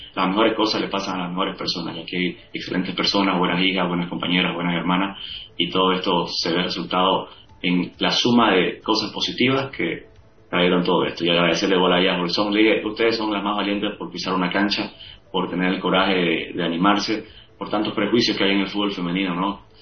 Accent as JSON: {"language": "Spanish", "country": "Bolivia"}